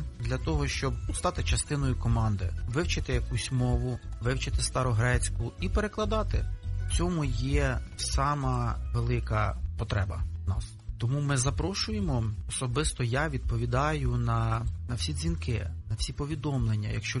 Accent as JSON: {"language": "Ukrainian", "town": "Bila Tserkva", "region": "Kyiv Oblast", "country": "Ukraine", "said": "Я з Білої церкви."}